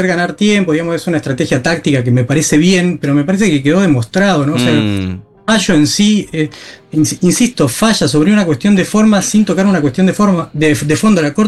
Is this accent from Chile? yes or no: no; Argentina